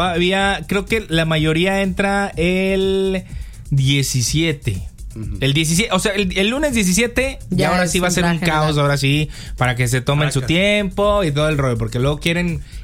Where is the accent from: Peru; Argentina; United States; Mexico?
Mexico